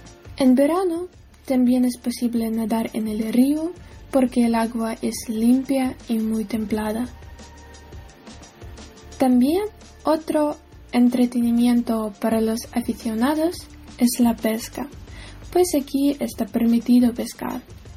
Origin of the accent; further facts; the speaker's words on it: Kirovohrad Oblast, Ukraine; Spanish is a second language; de ahí que me gustaría contaros sobre mi tierra natal. La región de Kirovograd es una de las regiones más jóvenes del centro de Ucrania